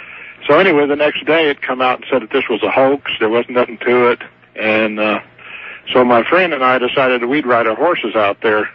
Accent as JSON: {"language": "English", "town": "Farmington", "region": "New Mexico", "country": "United States", "tie": "born or raised there", "said": "when I grew up in Farmington."}